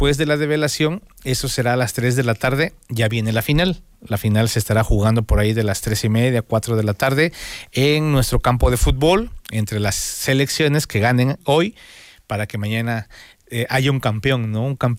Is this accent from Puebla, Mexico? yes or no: yes; Puebla, Mexico; como mexicanos, como poblanos, también aquí mixtecos